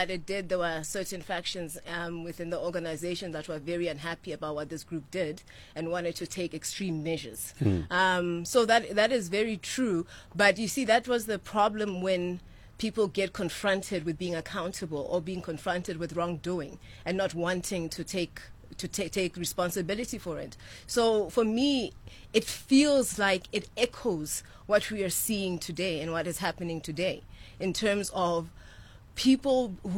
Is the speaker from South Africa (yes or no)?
yes; South Africa; You know, for South Africans have always stood up for what's just, what's wrong, what's true, what's ailing, right? And they've always been, contrary to even popular belief, as being told that we were given our democra